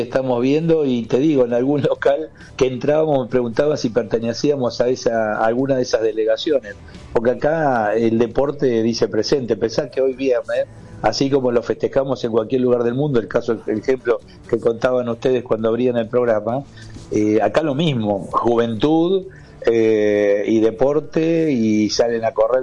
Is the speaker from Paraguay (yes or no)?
no; Argentina; y te hablan de Diego. Digo, ¿qué importancia le dan a Diego acá? Yo no sé si en Argentina le estamos dando el valor que le dan acá.